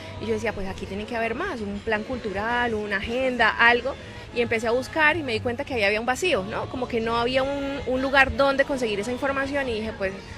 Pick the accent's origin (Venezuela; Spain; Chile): Venezuela; moved away as an adult; now in Colombia; Yo soy colombiana, pero viví más o menos como 18 años de mi vida en Venezuela, como mi etapa consciente